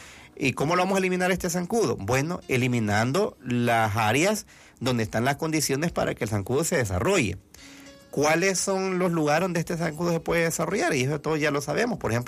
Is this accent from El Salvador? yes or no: yes; El Salvador; nosotros somos así, los salvadoreños, que no tenemos la cultura de trabajar la prevención